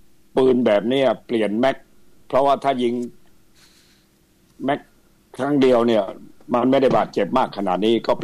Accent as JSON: {"language": "Thai", "region": "Nonthaburi", "country": "Thailand", "said": "ผมก็เป็นคนนนทบุรี"}